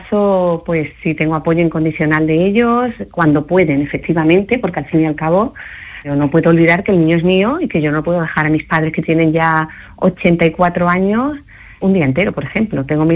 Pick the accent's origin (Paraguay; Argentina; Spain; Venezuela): Spain; Seville, Andalusia; moved away; En segundo lugar, me mudé a Sevilla, que soy sevillana.